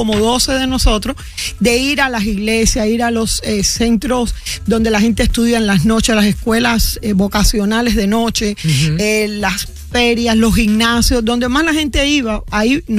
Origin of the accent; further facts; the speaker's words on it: Cuba; accent: Cuban; now in United States; porque yo también soy emigrante, como puedes oír, mi acento es cubano